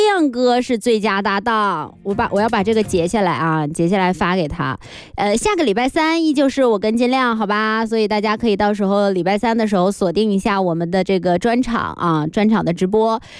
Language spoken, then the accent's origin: Chinese; Northeast China, China